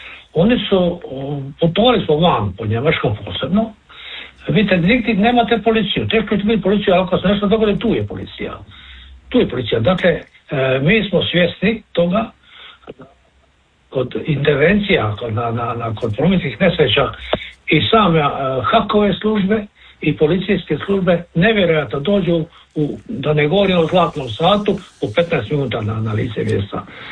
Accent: Split, Split-Dalmatia County, Croatia; kod nas u Splitu

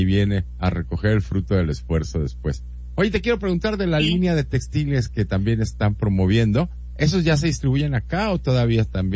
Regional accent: Mexico

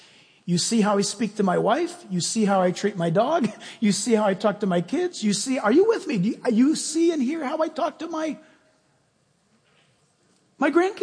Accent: United States; born there; I'm not a Buddhist or a Muslim or a Hindu, so I guess I'm a Christian. I was born in America.

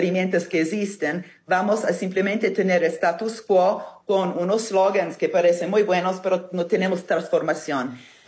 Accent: Italy; Spanish is a second language; Recordámonos que soy italiana, ¿no? Donde la mafia, ¿sí?, es nuestro más grande esfuerzo.

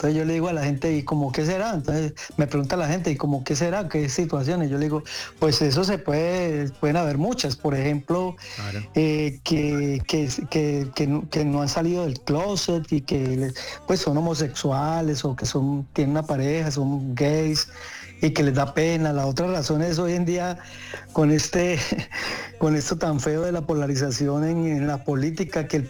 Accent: Cali, Valle del Cauca, Colombia; born there; Aunque soy caleño, nacido allá, pues mi familia, tengo descendencia paisa también. Entonces yo le decía a un amigo que yo soy paisaleño, algo así.

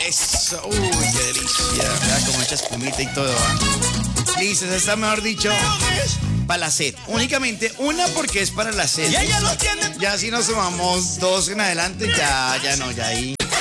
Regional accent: Colombia; porque el otro tenemos un compromiso como ciudadanos, como colombianos.

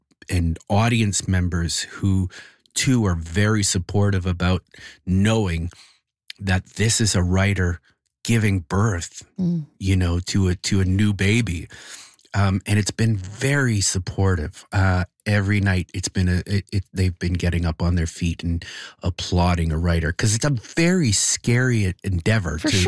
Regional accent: Toronto, Ontario, Canada; also born or lived in Winnipeg; because I'm from Toronto with a long history, I have a long history here in Winnipeg with the theater scene, but I'm from Toronto.

